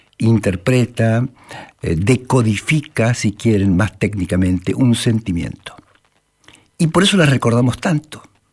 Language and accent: Spanish; Italy; Spanish is a second language; Pero claro, que campeones de muchas cosas somos los italianos, esto no hay ninguna duda.